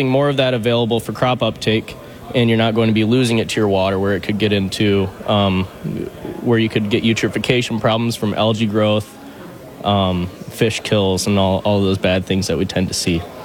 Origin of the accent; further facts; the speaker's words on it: Grand Rapids, Michigan, United States; I'm from Grand Rapids, Michigan.